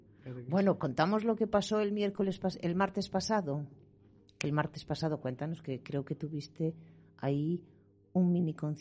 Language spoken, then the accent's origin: Spanish; Ordes, Galicia, Spain; born there